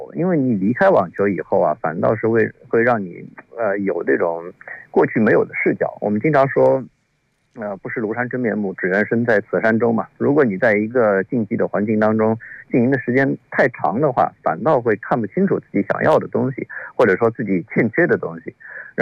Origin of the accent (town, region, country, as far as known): China